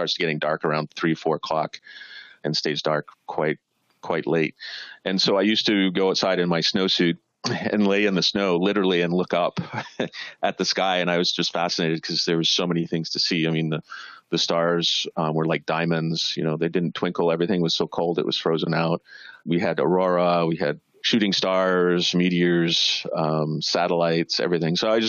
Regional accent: Wawanesa, Manitoba, Canada; moved away; So, Sarah, I'm originally from Canada. I grew up in a very small town of 500 people, a small town about 120 miles due west of Winnipeg, Manitoba, a place called Wawanisa. And obviously, in the middle of the countryside, very rural farming, and no lights.

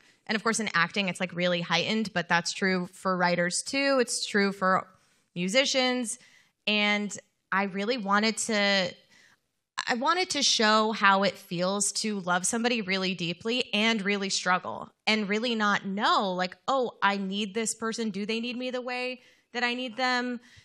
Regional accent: New Jersey, United States; I'm from New Jersey

